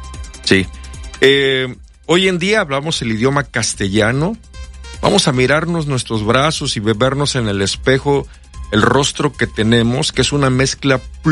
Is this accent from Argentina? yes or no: no; Mexico; nosotros mismos, como mexicanos